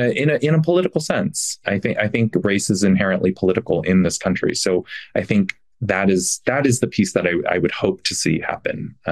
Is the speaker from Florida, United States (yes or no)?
yes; Florida, United States; I grew up in Florida. I had Korean parents, but I also went to a Baptist school, a white Baptist school in the South.